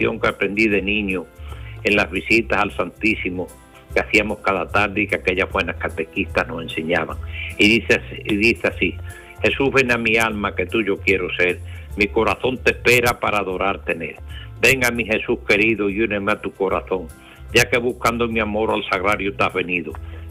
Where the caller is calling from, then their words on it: Arroyomolinos de León, Andalusia, Spain; de Arroyomolinos de León.